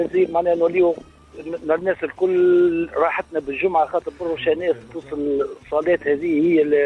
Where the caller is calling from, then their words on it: Sahline, Monastir Governorate, Tunisia; من سعدين.